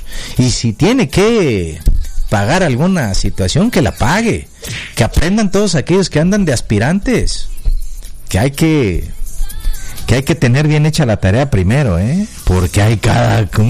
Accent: Mexico; Soy mexicana, nací en México y he tenido el honor de representar a mi país internacionalmente con orgullo y disciplina.

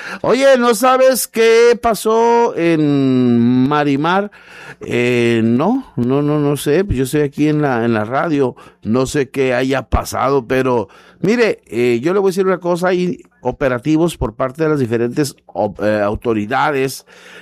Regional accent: Mexico; y aquí, como buen mexicano, ves un chivito bonito y, ajá, ¿qué es lo primero que contestas?

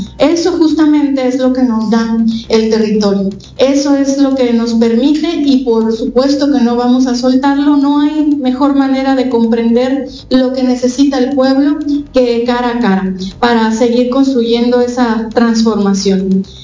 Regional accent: Colima, Mexico; que valora los derechos y el bienestar que hemos conquistado como colimenses y como mexicanos

